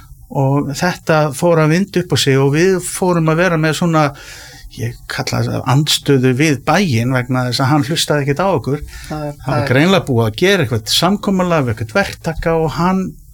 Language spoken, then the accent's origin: Icelandic; Kópavogur, Capital Region, Iceland; ég er Kópavogsbúi og hérna var í MK á sinni tíma